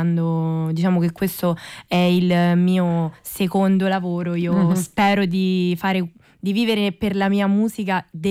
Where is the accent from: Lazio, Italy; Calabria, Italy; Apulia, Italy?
Lazio, Italy; Latina; vengo da Latina